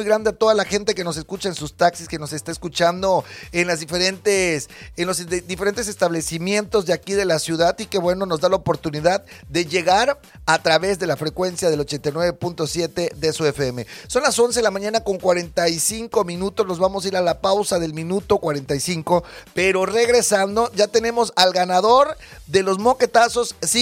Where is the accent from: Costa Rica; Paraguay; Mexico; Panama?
Mexico; Los mexicanos en realidad aguantamos mucho, somos muy aguantadores.